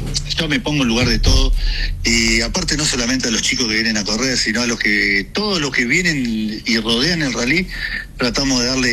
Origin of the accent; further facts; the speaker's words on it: Junín, Argentina; porque es mi pueblo y quiero dejar bien representado a mi pueblo, que para mí es lo más.